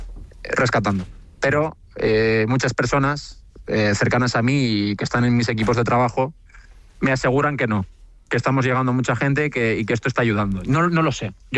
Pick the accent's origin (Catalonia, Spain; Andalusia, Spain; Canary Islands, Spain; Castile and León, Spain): Canary Islands, Spain; Fuerteventura; also born or lived in San Sebastián; Yo me he criado en Fuerteventura, soy de Donostiarra, pero me he criado en Fuerteventura.